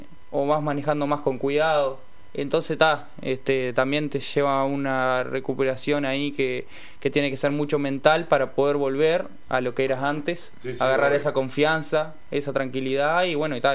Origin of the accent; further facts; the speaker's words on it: Uruguay; sería algo muy bueno para tener acá como uruguayo.